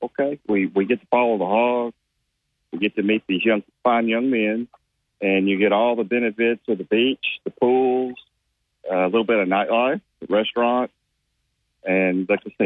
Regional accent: Monticello, Arkansas, United States; I'm from Monticello High School

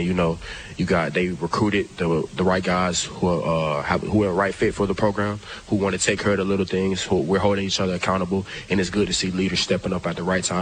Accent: Georgia, United States; now in Arkansas, United States; I'm from Georgia too

